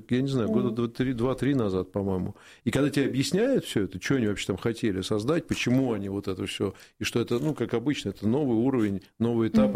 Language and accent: Russian; Moscow, Russia; я как москвич